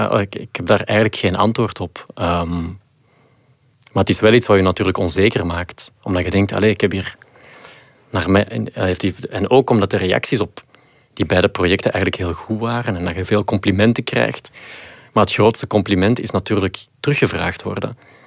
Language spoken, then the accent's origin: Dutch; Belgium; Ja, ik denk ook dat wij als Belgen gewoon heel goed zijn in die verhalen vertellen.